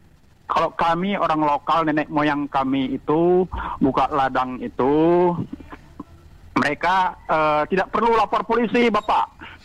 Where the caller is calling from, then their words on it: East Kalimantan, Indonesia; kami orang Dayak